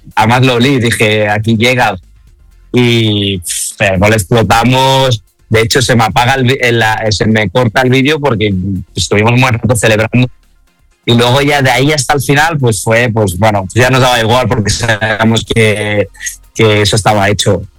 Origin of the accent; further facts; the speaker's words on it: Spain; españoles éramos muy poco